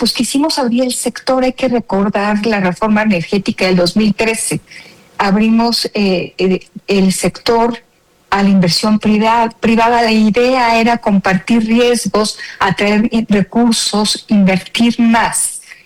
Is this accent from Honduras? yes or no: no; Mexico